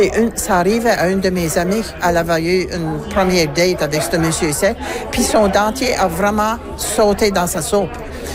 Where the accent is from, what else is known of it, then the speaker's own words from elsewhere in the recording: Baie-Sainte-Marie, Nova Scotia, Canada; Ben moi, je viens de Baie-Sainte-Marie.